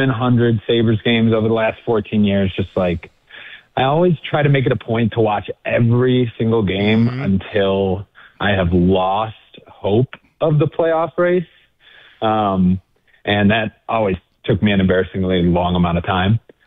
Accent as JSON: {"language": "English", "town": "Buffalo", "region": "New York", "country": "United States", "tie": "born or raised there", "moved": "as an adult", "lives_now": "San Diego, United States", "said": "I grew up in Buffalo. Yeah, just moved here about 4 years ago."}